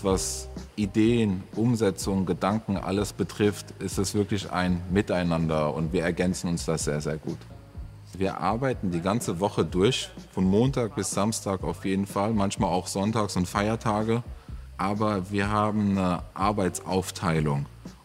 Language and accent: German; Armenia; Er hat mich gefragt, was bist du? Habe ich gesagt, Armenier.